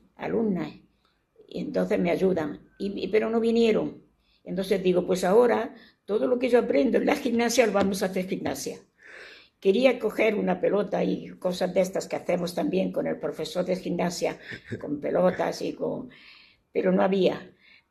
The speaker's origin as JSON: {"language": "Spanish", "town": "Granada", "region": "Andalusia", "country": "Spain", "tie": "born there", "moved": "yes", "said": "a Granada, que es mi tierra."}